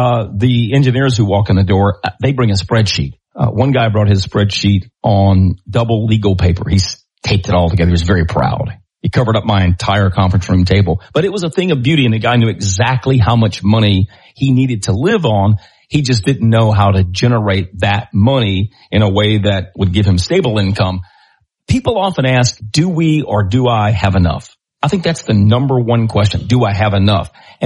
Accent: Irwinville, Georgia, United States; I grew up in Irwinville, and when my dad got ready to build Faith Church on Highway 190

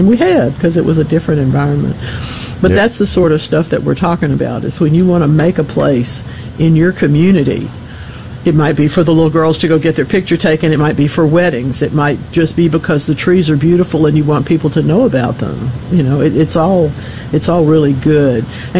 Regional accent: Monroe, Louisiana, United States; But it turns out that there was one in my hometown, and that's where, if you made good enough grades, that's where they took you to take your picture. So, Miss Emmy Lou Biedenhorns, if you've never been to the Biedenhorn in Monroe

